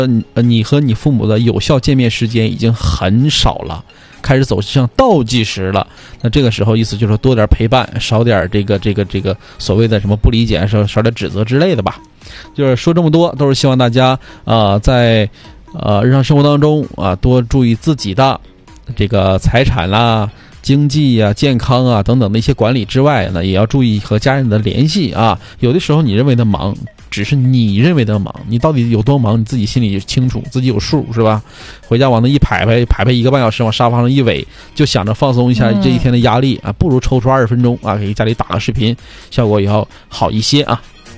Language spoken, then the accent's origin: Chinese; Northeast China, China; 确实咱们东北人说句实话对孩子